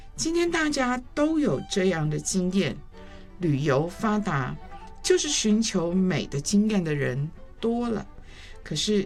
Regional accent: Shanghai, China; 特别我是上海人，上海人是农农农，就是你，我听我父亲都是农怎么样农怎么样

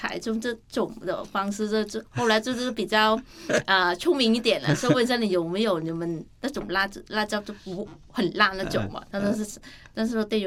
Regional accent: Vietnam; Chinese is a second language; now in Taiwan; 是因为我们越南人是比较喜欢吃辣和酸的食物然后我都蛮喜欢吃辣的对

